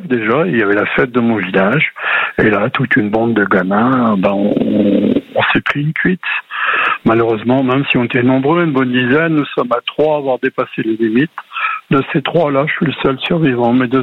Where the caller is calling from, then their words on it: Brittany, France; J'habite en Bretagne, Bretagne Sud, au nord de Quimperlé, une commune qui s'appelle Kerrien, une commune rurale, 5000 hectares, 1800 habitants